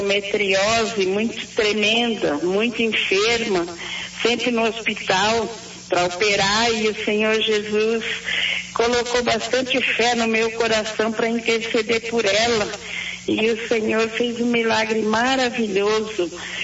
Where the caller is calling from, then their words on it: Curitiba, Paraná, Brazil; do bairro Portão.